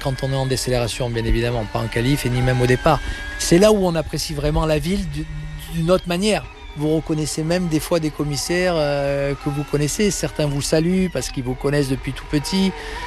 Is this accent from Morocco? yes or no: no; Monaco; Quand on est monégasque et qu'on a la chance de pouvoir participer au Grand Prix, ça reste quelque chose qui est unique